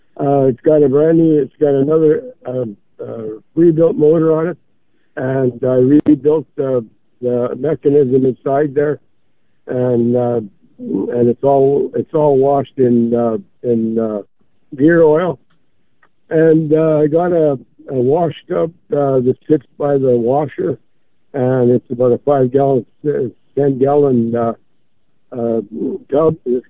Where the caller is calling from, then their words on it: Portage la Prairie, Manitoba, Canada; Hi, from Portage Prairie.